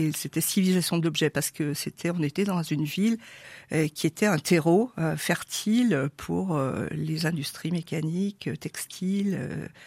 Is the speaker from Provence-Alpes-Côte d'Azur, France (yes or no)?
no; Saint-Étienne, Auvergne-Rhône-Alpes, France; born there; je suis née à Saint-Étienne déjà.